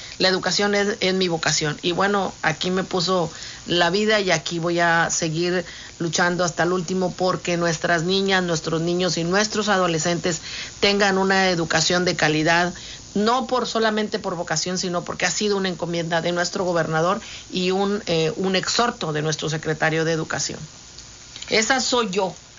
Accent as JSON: {"language": "Spanish", "town": "Ciudad Victoria", "region": "Tamaulipas", "country": "Mexico", "tie": "born there", "said": "Estudié la primaria en una colonia de aquí de Victoria, muy conocida, de las más colonias más viejas de Victoria, la colonia Héroe de Nacozari. Luego estudié la secundaria 1, era la que me quedaba cerca de mi casa."}